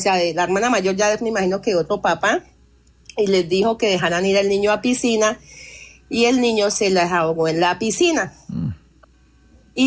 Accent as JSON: {"language": "Spanish", "town": "Bucaramanga", "region": "Santander", "country": "Colombia", "tie": "born or raised there", "also_born_or_lived": "Meta", "lives_now": "Piedecuesta, Colombia", "said": "Bueno, yo soy del departamento del Meta. Y cuando tenía como 16 años, mi papá, a nosotros nos trajeron para Bucaramanga, bueno."}